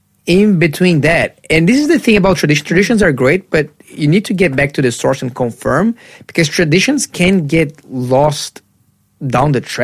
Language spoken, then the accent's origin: English; Brazil; moved away; growing up in a very Christian country, and same thing for me in Brazil. Brazil is a very Catholic country.